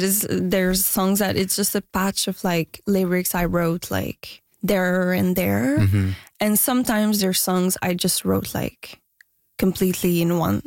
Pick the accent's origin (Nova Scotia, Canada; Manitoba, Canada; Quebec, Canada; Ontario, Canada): Quebec, Canada; Quebec City; first language French; English is a second language; moved away as an adult; now in Montreal, Canada; I grew up in Quebec City